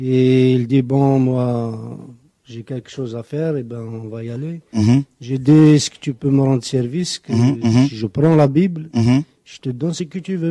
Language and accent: French; Algeria; Et je suis algérien.